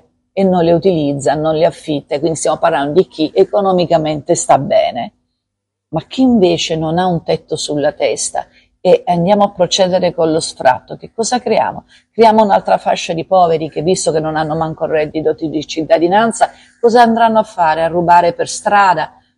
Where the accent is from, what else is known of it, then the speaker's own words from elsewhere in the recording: Apulia, Italy; Io che sono pugliese